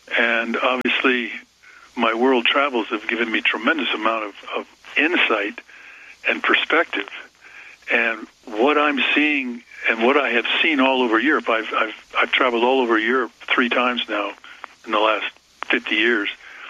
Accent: United States

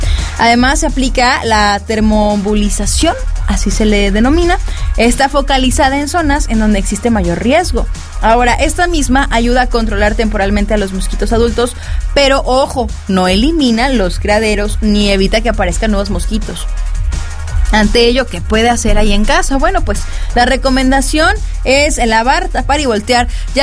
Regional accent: Mexico; Porque como buenos mexicanos siempre lo hacemos, sí.

